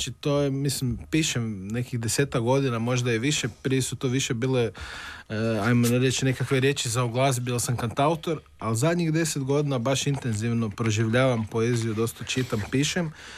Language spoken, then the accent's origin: Croatian; Jastrebarsko, Zagreb County, Croatia; Ja sam odrastao u Jastrebarskom i mislim, kad gledam od jedno 10. godine, imao sam svog psa Dragog i ja bi dosta vremena provodio u šumi.